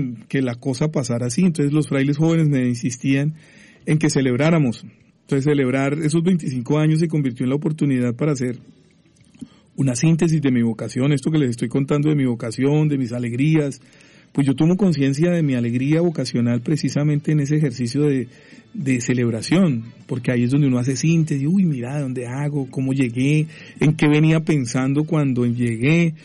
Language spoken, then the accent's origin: Spanish; Cali, Valle del Cauca, Colombia; Yo soy de Cali, una ciudad donde la salsa juega un papel muy importante.